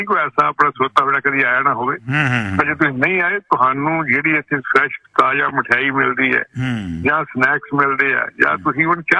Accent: Amritsar, Punjab, India; ਪਰ ਅਸੀਂ ਅੰਮ੍ਰਿਤਸਰ ਦੇ ਰਹਿਣ ਵਾਲੇ ਸਾਨੂੰ ਪਤਾ ਅੰਮ੍ਰਿਤਸਰ ਕੁਲਚੇ ਦਾ ਸਵਾਦ ਕੀ ਹੁੰਦਾ

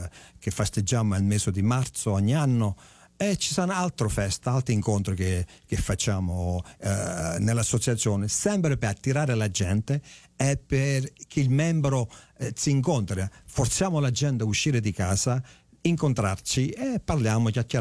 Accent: Canada; also born or lived in Jelsi, Italy; in Canada con i miei genitori, ero ancora piccolo quando certo. I miei genitori sono venuti, allora sono cresciuto in Canada, sì, però sì. Nata in Italia, nato a Jelsi.

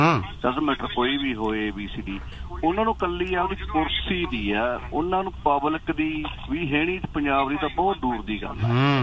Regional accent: Punjab, India; ਅਸੀਂ ਪੰਜਾਬ ਦੇ ਲੋਕ ਜਿਨ੍ਹਾਂ ਵਿੱਚ ਮੈਂ ਵੀ ਆ ਤੁਸੀਂ ਵੀ ਆ ਨਾ, ਅਸੀਂ ਅਗਰੈਸਿਵ ਬਹੁਤ ਛੇਤੀ ਹੋ ਜਾਂਦੇ

